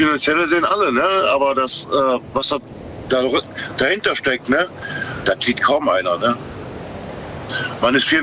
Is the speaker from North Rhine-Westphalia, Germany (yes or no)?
yes; North Rhine-Westphalia, Germany; Also ich bin ein Rheinländer. Ich bin eigentlich zu 90% immer gut gelaunt.